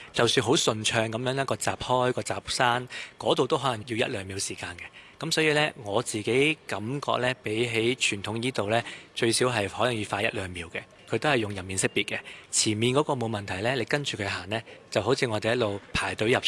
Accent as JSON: {"language": "Cantonese", "country": "Hong Kong", "said": "就算我哋香港人平時睇手機"}